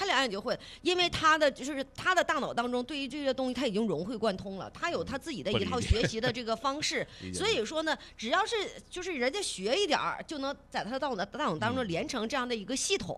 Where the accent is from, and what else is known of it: Northeast China, China